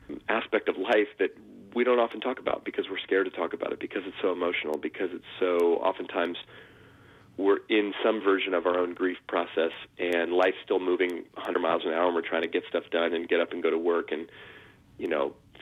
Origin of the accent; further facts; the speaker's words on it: Oakland, California, United States; the house we grew up in Oakland.